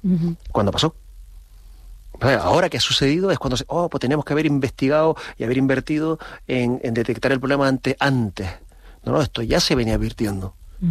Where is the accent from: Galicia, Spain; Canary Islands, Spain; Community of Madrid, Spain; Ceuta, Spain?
Canary Islands, Spain; yo soy canario, ¿vale? No soy canario porque en mi DNI ponga que nací en una isla o en otra. Soy canario porque es que siento Canarias como parte de mí.